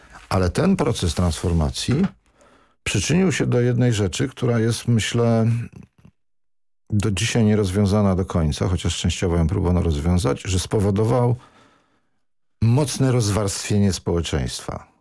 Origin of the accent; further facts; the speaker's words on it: Lubin, Lower Silesian Voivodeship, Poland; now in Warsaw, Poland; Kiedyś z Warszawy do swojego Lubina, skąd pochodzę, jechałem tym małym Fiatem, nie wiem, 7-8 godzin.